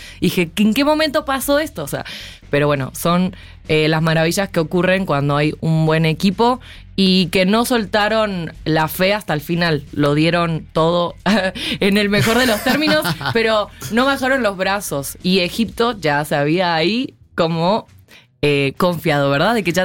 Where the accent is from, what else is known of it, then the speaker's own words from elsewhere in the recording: Mar del Plata, Buenos Aires Province, Argentina; Soy argentina.